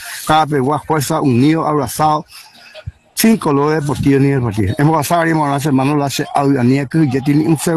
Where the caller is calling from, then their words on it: Paraguay; como buen paraguayo